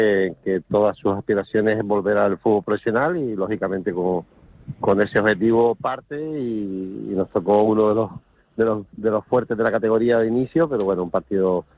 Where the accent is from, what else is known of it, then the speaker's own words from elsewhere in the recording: Canary Islands, Spain; moved away; yo que soy canario y encima claro. Soy de Gran Canaria